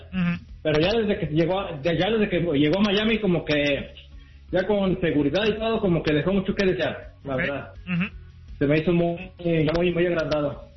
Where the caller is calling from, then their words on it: Jalisco, Mexico; Yo soy de Jalisco